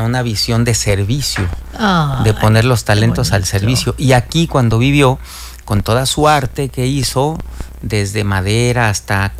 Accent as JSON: {"language": "Spanish", "town": "Alto Lucero", "region": "Veracruz", "country": "Mexico", "tie": "born or raised there", "said": "Yo soy de Alto Lucero, Veracruz."}